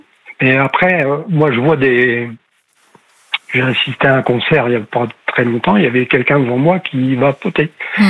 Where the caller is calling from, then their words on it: Normandy, France; Seine-Maritime.